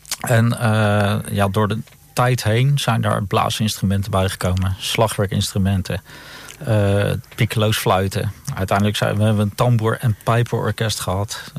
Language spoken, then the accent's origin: Dutch; Leiden, South Holland, Netherlands; accent: Leiden; sorry voor mijn onwijze Leidse accent. Maar dan weet je wel dat ik er vandaan kom.